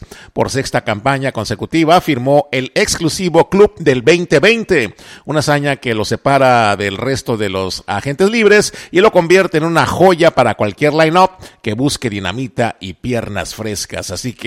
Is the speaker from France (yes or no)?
no; Mexico; muchísima alegría para nosotros como mexicanos ser representados por este muchacho Isaac Del Toro en el ciclismo internacional.